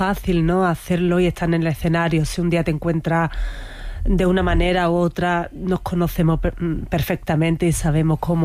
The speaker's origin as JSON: {"language": "Spanish", "town": "Jerez de la Frontera", "region": "Andalusia", "country": "Spain", "said": "soy de Jerez"}